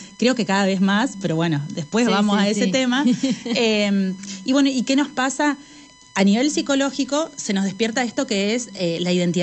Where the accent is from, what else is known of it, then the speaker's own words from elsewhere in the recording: Argentina; nuestra identidad como argentinos, que somos tan pasionales